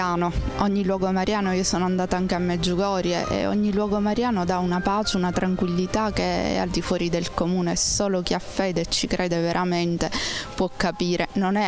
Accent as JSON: {"language": "Italian", "town": "Adrano", "region": "Sicily", "country": "Italy", "said": "Da Adrano, provincia di Catania."}